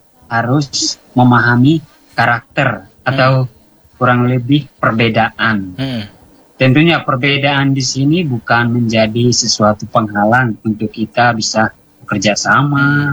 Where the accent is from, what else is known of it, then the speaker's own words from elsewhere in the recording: East Nusa Tenggara, Indonesia; moved away as an adult; saya juga tahu diri saya berasal dari etnis atau suku Dawan Timur. Sebagai orang Timur